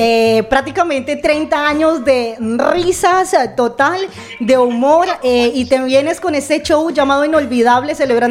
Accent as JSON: {"language": "Spanish", "country": "Colombia", "moved": "yes", "lives_now": "Zaragoza, Spain", "said": "para nosotros como colombianos"}